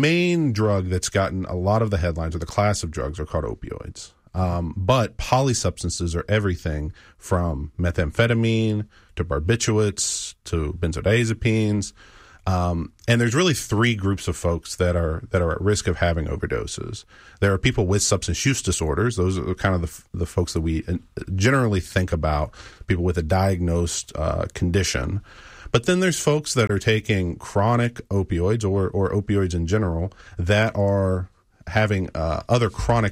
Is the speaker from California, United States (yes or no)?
no; West Virginia, United States; moved away; so I grew up in West Virginia. I'm from West Virginia.